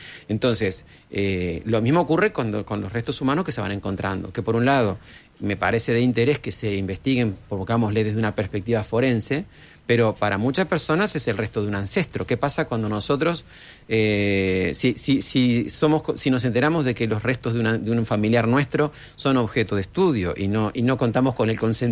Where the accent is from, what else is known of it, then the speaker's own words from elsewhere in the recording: Las Piedras, Canelones, Uruguay; yo reitero, vengo de Canelones, Las Piedras, y trabajé buena parte de mi carrera en Las Piedras y en formación docente.